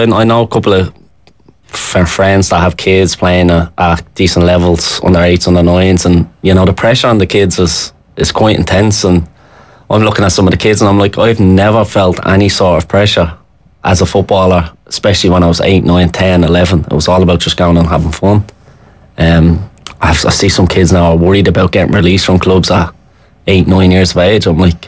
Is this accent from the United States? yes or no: no; Dublin, Leinster, Ireland; I'm from Smithfield.